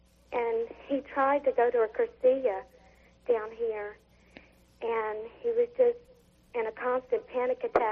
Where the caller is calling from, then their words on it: Lake Charles, Louisiana, United States; Lake Charles.